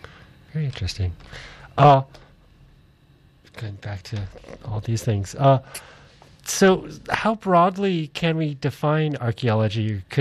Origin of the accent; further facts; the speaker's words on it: East Bay, California, United States; I grew up in the East Bay and there's shell mounds.